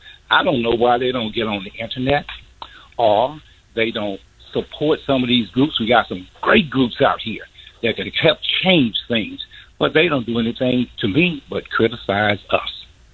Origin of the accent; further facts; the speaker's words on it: Canton, Mississippi, United States; moved away; I'm from Canyon, Mississippi. And when I was growing up down there in the 60s, it was a small town